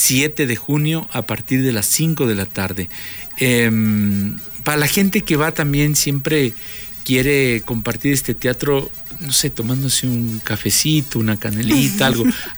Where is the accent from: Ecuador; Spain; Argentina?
Ecuador; Pichincha; en mi pueblito, allá en el Tingo